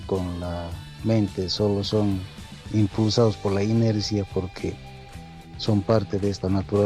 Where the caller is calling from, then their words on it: Tarija, Bolivia; Desde el sur de Tarija, donde está Alalau todavía, el sol brilla, pero está flojo, este sol no quiere calentar. Aquí estamos todavía tranquilos.